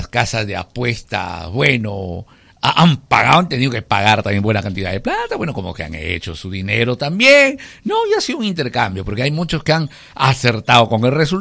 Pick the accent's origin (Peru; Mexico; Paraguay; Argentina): Peru